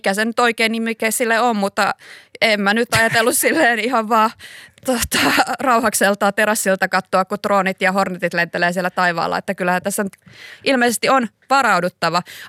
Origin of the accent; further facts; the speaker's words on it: Kouvola, Kymenlaakso, Finland; koska olen itse Kouvolasta ja minulla on mökki Luumäellä